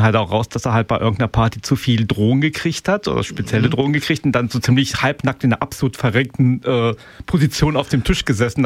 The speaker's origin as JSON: {"language": "German", "region": "Northern Germany", "country": "Germany", "said": "Ich komme aus Norddeutschland, da sage ich auch Rentier und das heißt ja auch nicht Rentier, aber okay."}